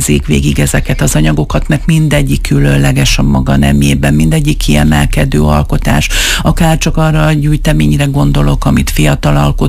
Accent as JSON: {"language": "Hungarian", "town": "Miskolc", "region": "Borsod-Abaúj-Zemplén", "country": "Hungary", "said": "akit miskolciként azt gondolom, hogy Miskolc díszpolgára"}